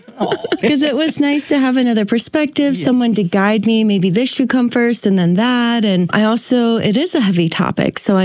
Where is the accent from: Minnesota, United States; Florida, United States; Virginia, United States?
Virginia, United States; moved away as an adult; now in Taos, United States; And now we've been living in Taos for the past year. This is our first visit back home to Virginia. I've never been outside of my home state this long before.